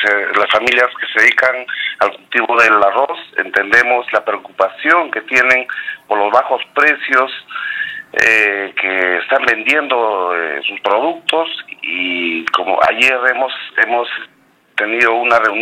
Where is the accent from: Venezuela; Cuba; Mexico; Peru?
Peru; Somos peruanos